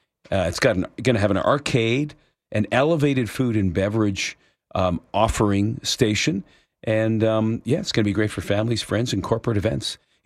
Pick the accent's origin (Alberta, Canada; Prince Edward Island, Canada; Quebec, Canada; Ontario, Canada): Ontario, Canada; Ancaster; because I grew up in Ancaster, and Ancaster certainly has grown, but Ancaster was a pretty small town when I was growing up there in the mid or in the 70s. Basically, was when I had my childhood in there. I was born in the late 60s.